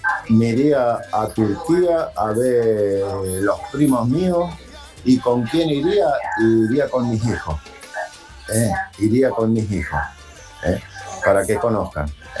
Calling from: Pérez, Santa Fe, Argentina; de acá, la ciudad de Pérez, provincia de Santa Fe.

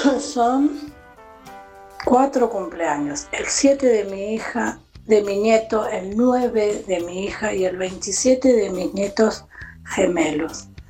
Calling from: Florencio Varela, Buenos Aires Province, Argentina; de Varela.

